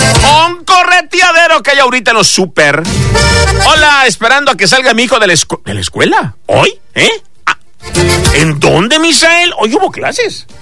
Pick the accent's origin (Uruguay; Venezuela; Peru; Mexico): Mexico; Como buen mexicano que somos